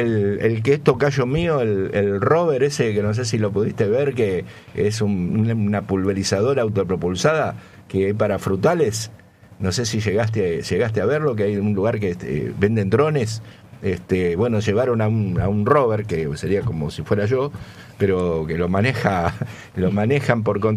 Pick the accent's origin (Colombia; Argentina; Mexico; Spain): Argentina; nos agrandamos como argentinos